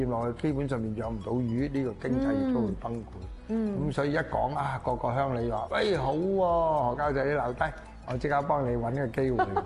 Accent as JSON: {"language": "Cantonese", "town": "Foshan", "region": "Guangdong", "country": "China", "said": "我哋佛山人咧，都係好順好直嘅"}